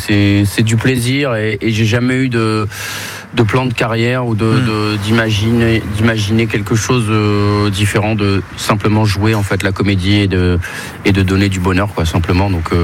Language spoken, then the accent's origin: French; Amiens, Hauts-de-France, France; Je suis originaire de Picardie à Amiens. J'ai 10 frères et sœurs. Je suis d'origine marocaine